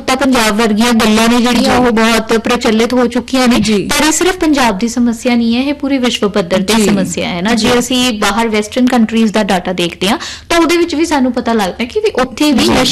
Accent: Punjab, India; ਅਸੀਂ ਪੰਜਾਬੀ ਹਾਂ

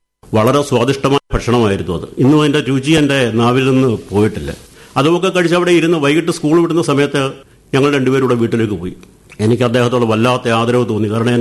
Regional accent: Thodiyoor, Kerala, India; കരുനാഗപ്പള്ളി താലൂക്കിലെ തൊടിയൂർ എന്ന ഗ്രാമത്തിലാണ് ഞാൻ ജനിച്ചത്. തികച്ചും ഗ്രാമ്യമായ അന്തരീക്ഷമുള്ള ഒരു ചുറ്റുപാടിലാണ് അന്ന് ജനിച്ചത്. ഇന്നത് ഒരു പട്ടണത്തിന്റെ പകിട്ടുമൊക്കെ വന്നിരിക്കുകയാണ്. അതായത് കരുനാഗപ്പള്ളി മുനിസിപ്പാലിറ്റിയോട് ചേർന്ന് കിടക്കുന്ന പ്രദേശം

